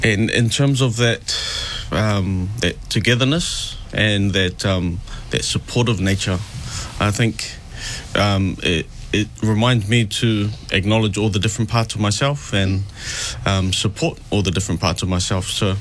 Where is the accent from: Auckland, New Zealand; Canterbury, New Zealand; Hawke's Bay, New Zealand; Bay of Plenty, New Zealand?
Auckland, New Zealand; South Auckland; I'm from South Auckland, and definitely a big shout out to all our South Aucklanders, our Pasifika, to be proud of South Auckland.